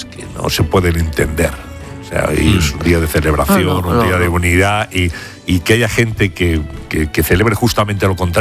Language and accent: Spanish; Spain; Pero somos españoles.